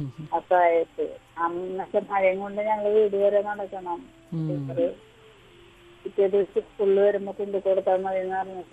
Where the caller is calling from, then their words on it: Triprayar, Kerala, India; Triprayar.